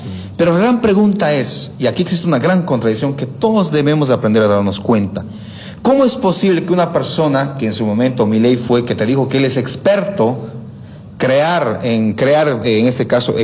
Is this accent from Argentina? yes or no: no; Bolivia; nosotros, como miembros de base, como sociedad boliviana